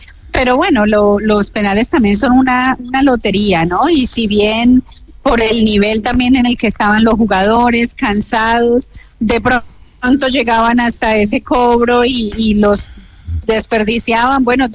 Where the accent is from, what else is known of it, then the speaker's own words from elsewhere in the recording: Colombia; nosotros como colombianos lo sufrimos por ahí en una Copa América